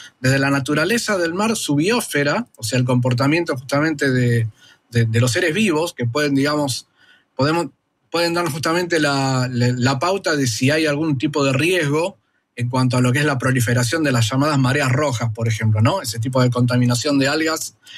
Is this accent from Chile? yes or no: no; Argentina